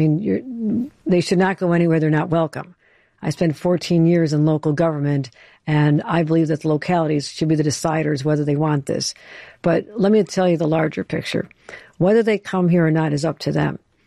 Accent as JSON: {"language": "English", "town": "Buffalo", "region": "New York", "country": "United States", "said": "I'm from Buffalo, drove everybody I knew out of a job when Bethlehem Steel left and, you know, automation replaced jobs in our factories. So I saw that happen as a young girl and as a child."}